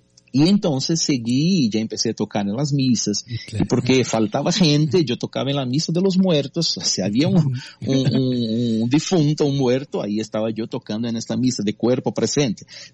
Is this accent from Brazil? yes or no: yes; Brazil; yo soy un brasileño raro.